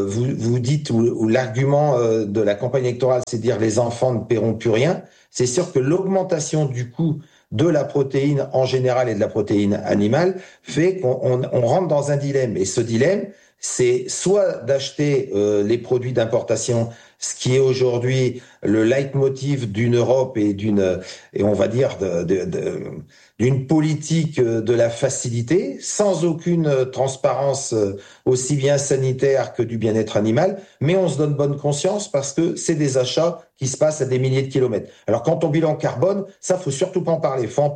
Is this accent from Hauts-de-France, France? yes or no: yes; Hauts-de-France, France; La ferme des 1000 vaches, elle était à 25 km de chez nous, puisqu'elle était à Abbeville. Moi, je suis de la Somme.